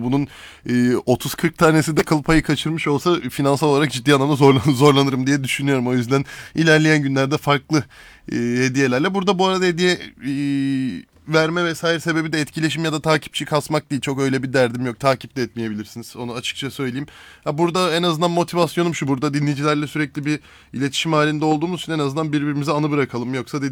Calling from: Sefaköy, Istanbul, Turkey; Günaydın Burak Bey. İyi sabahlar. Ben Sefaköy'den

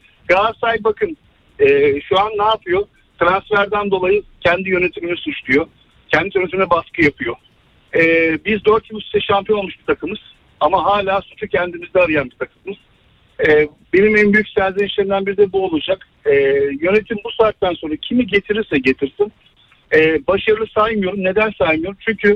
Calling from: Istanbul, Turkey; İstanbul'dan bağlanıyorum.

